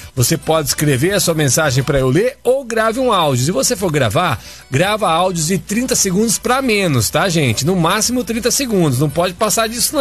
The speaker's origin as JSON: {"language": "Portuguese", "town": "Bariri", "region": "São Paulo", "country": "Brazil", "said": "Bom dia, sou de Bariri"}